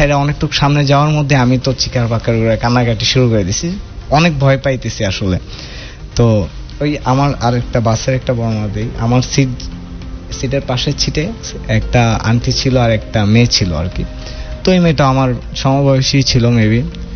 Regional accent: Narayanganj, Dhaka Division, Bangladesh; also born or lived in Mymensingh; তো আমি মাইনসিং থেকে বিলং করি, আর ছোটবেলা থেকে বেড়ে ওঠা নারায়ণগঞ্জে আমার আব্বুর জব পারপাসের কারণে আর কি।

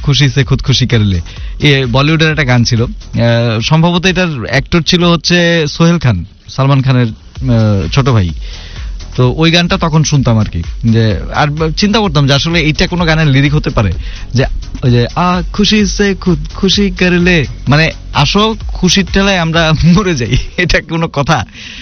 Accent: Bangladesh; আমি বাংলাদেশি ভাই, আমি চাইনিজ ভাষা বুঝি না

